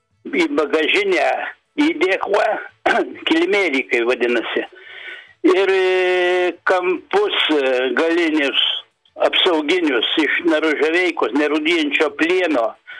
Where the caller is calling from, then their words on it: Kaunas, Kaunas County, Lithuania; čia klausytojas iš Kauno.